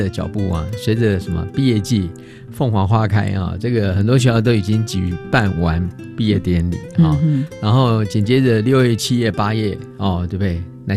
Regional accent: central Taiwan, Taiwan; 但是我是中部人嘛

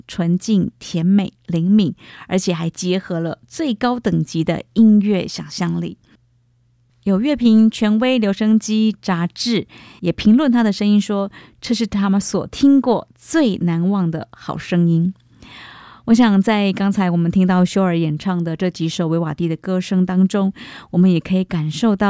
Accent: Taiwan

